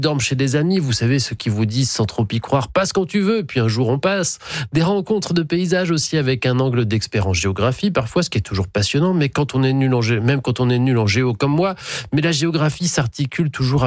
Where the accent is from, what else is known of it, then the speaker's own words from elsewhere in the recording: France; On reconnaît la Loire, je le sais, je viens des bords de Loire.